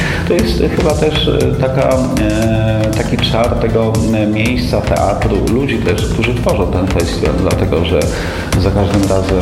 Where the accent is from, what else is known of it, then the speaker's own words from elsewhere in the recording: Łomża, Podlaskie Voivodeship, Poland; Mówi, że jestem z Łomży